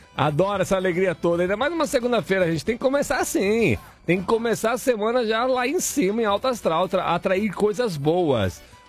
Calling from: Mogi Guaçu, São Paulo, Brazil; sou de Mogi Guaçu, uhul, Mogi Guaçu, aquele abraço!

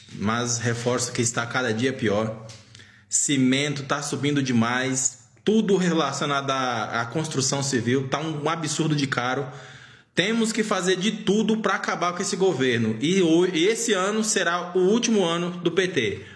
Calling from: Américo Brasiliense, São Paulo, Brazil; Eu falo aqui diretamente de Américo Brasiliense, interior de São Paulo.

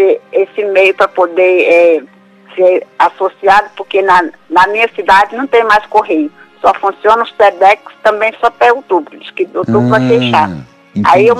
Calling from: Jaupassi, Goiás, Brazil; Eu falo do interior de Goiás.

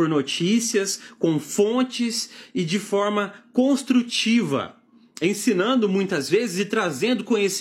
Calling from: Pouso Alegre, Minas Gerais, Brazil; eu falo de Pouso Alegre, sul das Minas Gerais

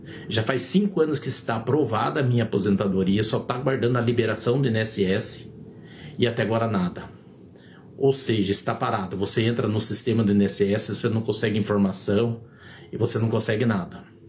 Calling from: Sorocaba, São Paulo, Brazil; de Sorocaba, São Paulo.

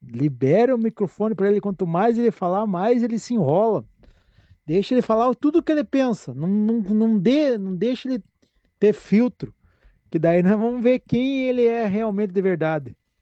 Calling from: Brazil; aqui do Bairro Alto.

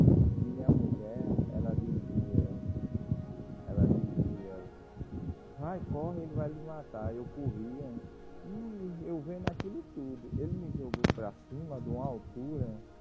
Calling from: Bahia, Brazil; eu sou aqui da Bahia.

